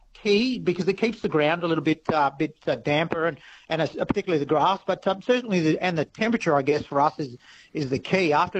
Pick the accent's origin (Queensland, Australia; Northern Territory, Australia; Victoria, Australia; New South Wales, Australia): Northern Territory, Australia; Look, I grew up in the Territory, and it's uniquely Territorian